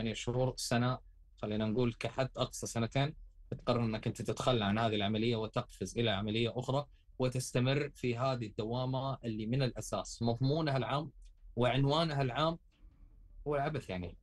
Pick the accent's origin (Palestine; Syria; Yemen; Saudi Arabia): Saudi Arabia; اللي نشاهده إحنا عندنا في السعودية